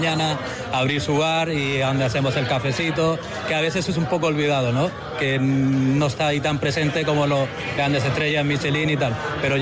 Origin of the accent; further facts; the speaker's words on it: Balearic Islands, Spain; vengo de Islas Baleares, Mallorca